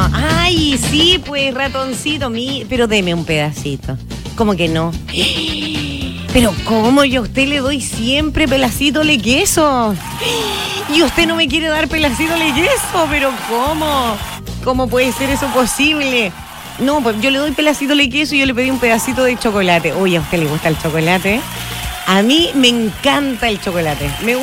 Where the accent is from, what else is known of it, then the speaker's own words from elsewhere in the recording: Chile; ¿Para qué más? ¿Para qué más somos buenos los chilenos? Para hartas cosas.